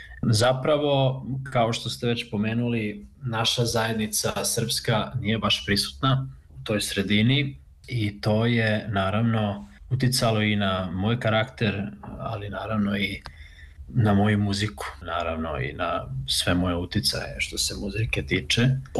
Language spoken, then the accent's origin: Serbian; Serbia; Ali svakako imam jako osjećaj bliskosti prema našoj kulturi, prema Srbiji uopšte, pre svega prema našoj muzici i našoj muzičkoj sceni uopšte, ali takođe i švedska scena.